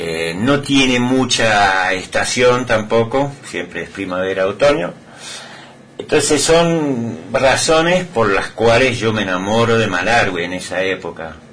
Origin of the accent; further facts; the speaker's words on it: Belgium; first language Flemish; Spanish is a second language; moved away as an adult; Pasa que Bélgica, nosotros tenemos tres idiomas oficiales. Tenemos el flamenco, que es el mismo que el holandés, que sería mi idioma. Después tenemos el francés y el alemán, que yo hablo francés